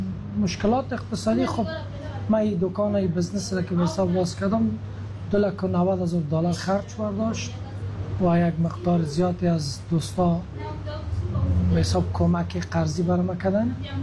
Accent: Afghanistan; now in Australia; از افغانستان هستم، سیتیزن استرالیا و سال 2017 ما در استرالیا آمدیم.

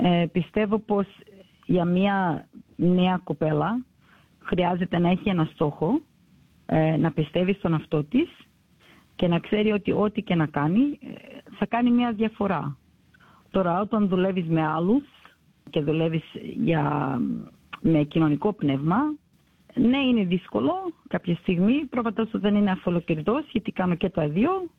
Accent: Sydney, New South Wales, Australia; Εγώ γεννήθηκα στο Balmain, μετά περίπου τρία χρονών πήγαμε στο Canterbury, στο Canterbury Road. Και είχαμε φρουτομαρκέτα και ζούσαμε πάνω από το μαγαζί για κάποια χρόνια. Και μετά πήγαμε στο Rowwood

